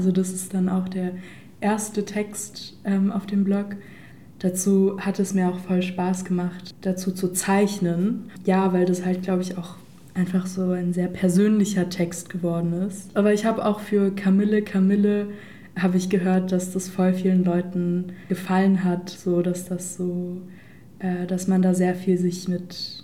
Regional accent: Berlin, Germany; ich komme auch aus Kreuzberg

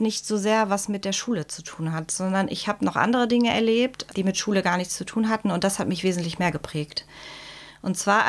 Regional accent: Lower Saxony, Germany; born there; German is a second language; wir waren auf dem Land praktisch in Niedersachsen, also das war nicht irgendwo in der Großstadt. Da gab es keine anderen Kinder mit Migrationshintergrund.

